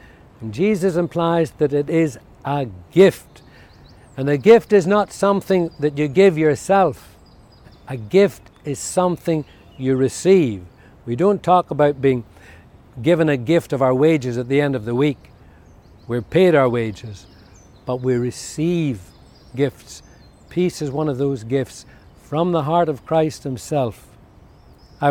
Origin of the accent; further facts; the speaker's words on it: Ireland; The Father General of the Jesuits spoke in my home country of Ireland last year